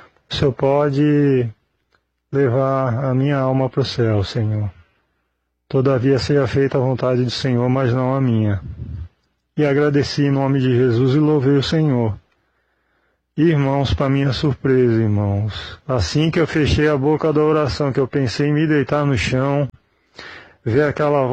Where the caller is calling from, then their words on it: Penha, Santa Catarina, Brazil; sou aqui da cidade de Penha, Santa Catarina, ok?